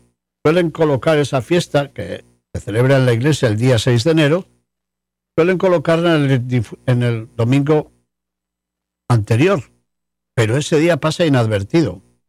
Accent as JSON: {"language": "Spanish", "town": "Salamanca", "region": "Castile and León", "country": "Spain", "said": "Con razón, las gentes de mi tierra en Salamanca me dicen, ¿pero qué le dan en Estados Unidos si se ha pasado usted allá medio año?"}